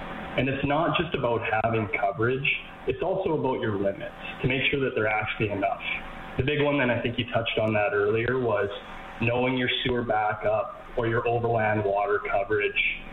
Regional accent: Red Deer, Alberta, Canada; I was born and raised in Red Deer, right in between, you know, Calgary and Edmonton.

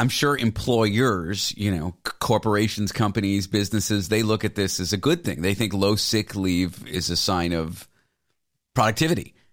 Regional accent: Canada; now in United States; I grew up in Canada. These things are protected. Where I live in the U.S. right now

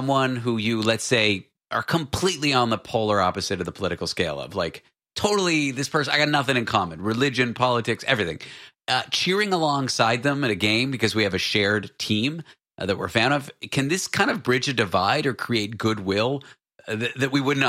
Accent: Canada; now in United States; I'm Canadian. I live in the United States.

